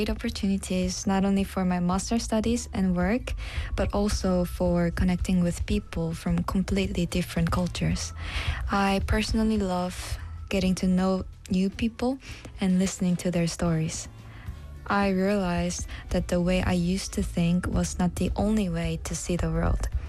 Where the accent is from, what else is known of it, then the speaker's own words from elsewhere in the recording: Busan, South Korea; It also made me see my hometown Busan more objectively. What is interesting is that now I feel even more proud of where I come from when I introduce Busan to someone who doesn't know much about it.